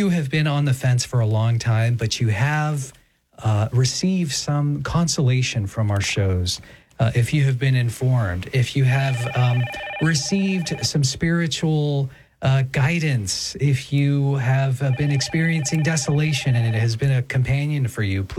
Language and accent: English; California, United States; now in Texas, United States; Well, I'm not from Texas. I'm from California, but I live in Texas.